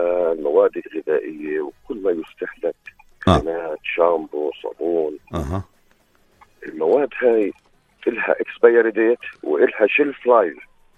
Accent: Jordan; عندنا بالأردن

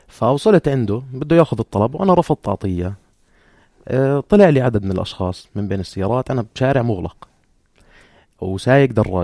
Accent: Jordan; مجتمعنا الاردني مجتمع فزعات

